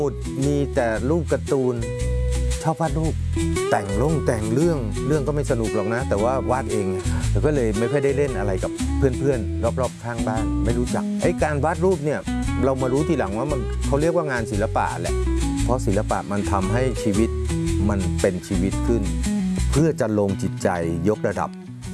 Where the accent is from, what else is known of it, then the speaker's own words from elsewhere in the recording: Bangkok, Thailand; born there; อายุก็ตอนนี้นะครับจริงๆแล้วก็64แล้วเกิดในกรุงเทพมหานครแต่คุณพ่อคุณแม่เป็นชาวสมุทรสงครามอัมพวาบางคนทีแถวๆนั้นนะครับมีคลองมีสวนเป็นชาวสวนกันมาก่อนแล้วก็โยกย้ายมาอยู่ในกรุงเทพ